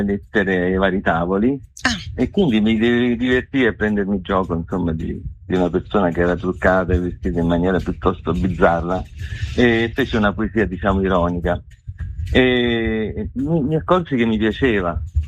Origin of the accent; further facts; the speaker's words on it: Minturno, Lazio, Italy; born there; io ho passato molti anni della mia vita a Tufo di Minturno, che è un piccolo paese nel comune di Minturno.